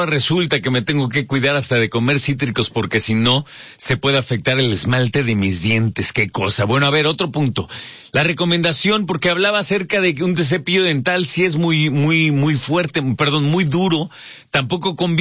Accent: Mexico; A ver, honestamente yo no sé si es porque somos mexicanos

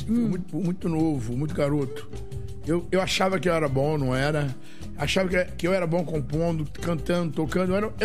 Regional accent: Belo Horizonte, Minas Gerais, Brazil; Eu sou mineiro de Belo Horizonte.

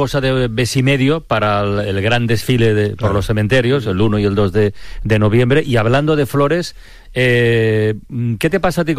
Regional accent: Tarragona, Catalonia, Spain; qué ocurrió en un cementerio de mi tierra, en el cementerio de Tarragona

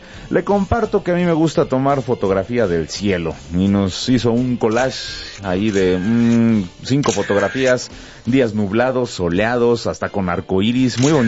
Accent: State of Mexico, Mexico; born there; Hace unos días fui a mi lugar, del cual soy oriunda. Yo nací en el Estado de México.

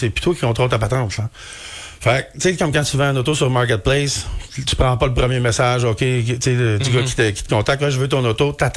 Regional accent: Quebec, Canada; moi, en plus, moi, je suis un Québécois, hein

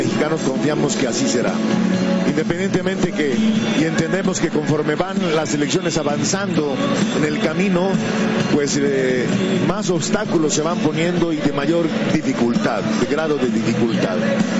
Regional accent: Mexico; pero confiamos, somos los mexicanos, somos así, confiamos mucho en nuestros jugadores

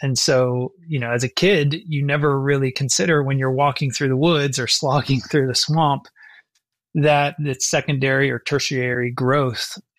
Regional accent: Gainesville, Florida, United States; particularly where I grew up in Gainesville, we have swamps all over the place.

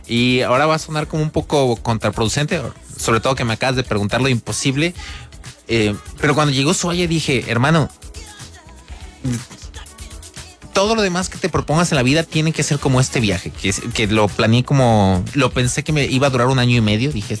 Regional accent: Mexico; yo como mexicano

